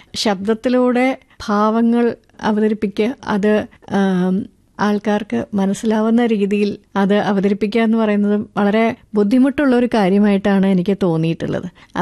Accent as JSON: {"language": "Malayalam", "town": "Thiruvananthapuram", "region": "Kerala", "country": "India", "said": "എന്റെ വീട് തിരുവനന്തപുരത്താണ്."}